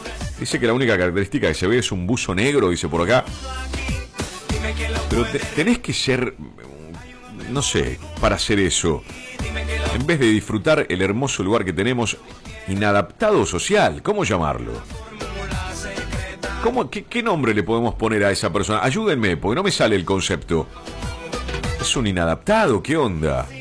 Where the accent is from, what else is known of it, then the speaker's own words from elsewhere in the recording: Curuzú Cuatiá, Corrientes, Argentina; Es nuestro Curuzú